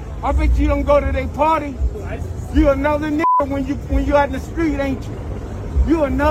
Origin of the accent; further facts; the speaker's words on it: Los Angeles, California, United States; now in Calabasas, United States; I came all the way from Calabasas, man. I was raised in Watts, but I live in Calabasas.